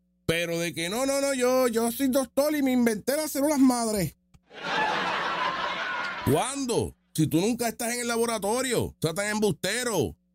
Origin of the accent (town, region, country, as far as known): Puerto Rico